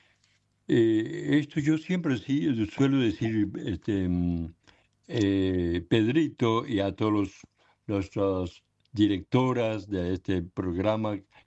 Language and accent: Spanish; Paraguay; first language Ishir (Chamacoco); Spanish is a second language; mi pueblo paraguayo.